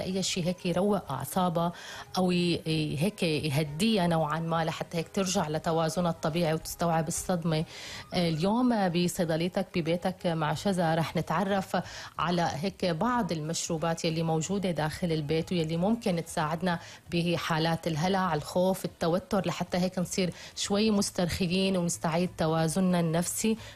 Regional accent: Syria; اكيد نحن كسوريين كلنا على قلب واحد

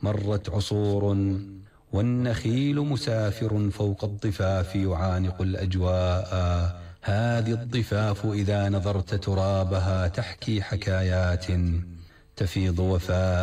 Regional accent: Deir ez-Zor, Deir ez-Zor Governorate, Syria; moved away; وهو الأستاذ زياد الشملان ابن مدينتي وابن دير الزور

